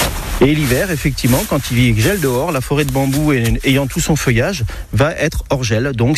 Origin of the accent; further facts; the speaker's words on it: Arcachon, Nouvelle-Aquitaine, France; born there; j'ai 53 ans, je suis né à Arcachon, je vis toujours sur le bassin.